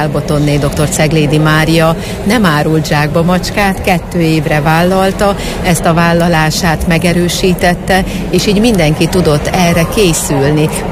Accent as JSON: {"language": "Hungarian", "region": "Tiszántúl", "country": "Hungary", "said": "hiszen magam is tiszántúli vagyok, és a Békési Egyház megyéből érkezem."}